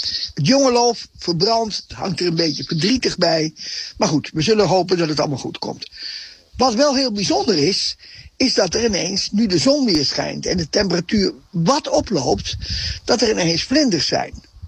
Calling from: Nes, Netherlands

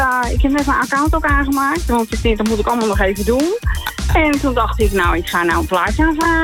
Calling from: Alkmaar, North Holland, Netherlands; Ik kom uit Alkmaar.

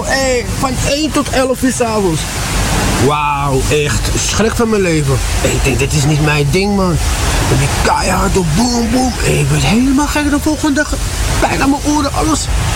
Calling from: Morocco; ik ben gewoon Marokkaans hoor.

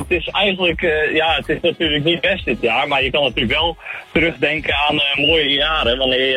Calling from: Zeeland, Netherlands; Ik zit in Zeeland.

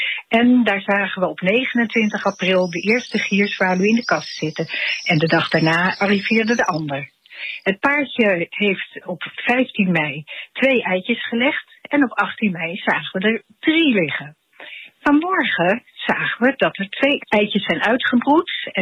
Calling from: Bussum, North Holland, Netherlands; uit Bussen.

